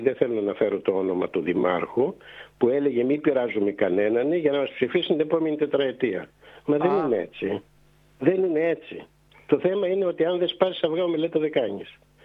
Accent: Samos, North Aegean, Greece; προσφέρω αφιλοκερδώς τη Σάμμο. Προσπαθώ να βοηθήσω τον τόπο μου και το νησί μου όπως μπορώ.

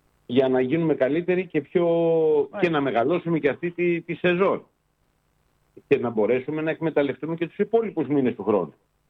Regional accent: Samos, North Aegean, Greece; σαν δημότης της Σάμου

